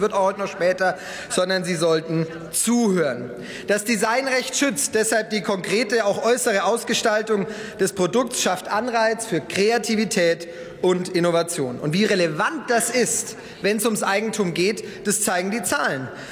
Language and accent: German; Nuremberg, Bavaria, Germany; In meiner Heimat, zum Beispiel Nürnberg, mit der Nürnberger Spielwarenmesse, ist das ein echter Wirtschaftsfaktor.